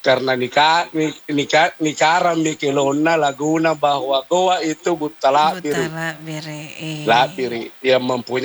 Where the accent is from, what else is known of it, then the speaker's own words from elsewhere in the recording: Makassar, South Sulawesi, Indonesia; biar kita asli Makassar